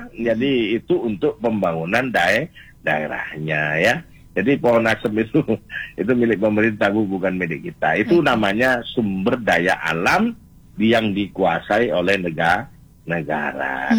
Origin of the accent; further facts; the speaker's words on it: East Java, Indonesia; Jadi dari Banyuwangi di daerah saya situ Bondo situ sampai ke Pasuruan